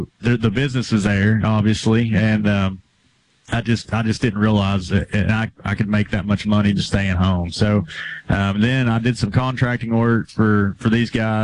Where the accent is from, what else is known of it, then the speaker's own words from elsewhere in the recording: Big Stone Gap, Virginia, United States; also born or lived in Norton; Yeah, so I was born in Virginia, southwestern Virginia, a place called Big Stone Gap. I was born in Norton, Virginia, but lived in Big Stone Gap in Appalachia. Whole family was in the coal industry